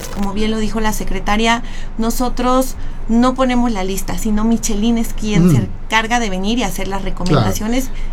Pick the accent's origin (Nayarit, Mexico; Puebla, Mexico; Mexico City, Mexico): Puebla, Mexico; es un orgullo para nosotros los poblanos